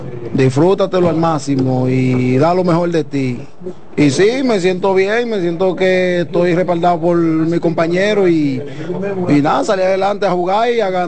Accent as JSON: {"language": "Spanish", "country": "Dominican Republic", "tie": "born or raised there", "said": "yo soy raíz haitiana, sí. Eso es naturalmente de parte madre y de parte padre. Yo soy nací en Dominicana, me crié en Dominicana, soy dominicano, pero mis raíces, todo el mundo sabe que yo soy haitiano."}